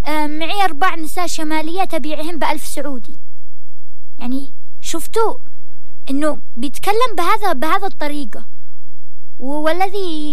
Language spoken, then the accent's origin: Arabic; Sanaa, Amanat Al Asimah, Yemen; عندنا في صنعاء